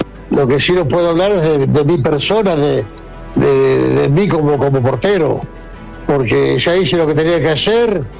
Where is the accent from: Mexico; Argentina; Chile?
Argentina; a mí como argentino me ha representado